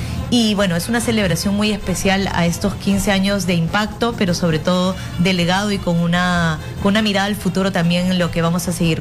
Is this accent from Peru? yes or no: yes; Peru; como peruana, como peruano